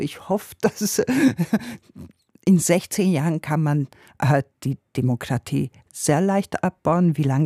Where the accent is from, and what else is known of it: Hungary; accent: Hungarian; now in Stendal, Germany